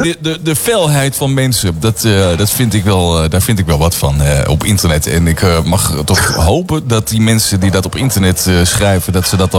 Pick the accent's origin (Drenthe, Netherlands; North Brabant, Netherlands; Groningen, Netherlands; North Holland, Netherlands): North Brabant, Netherlands; Eindhoven; moved away; ik kom uit Eindhoven oorspronkelijk.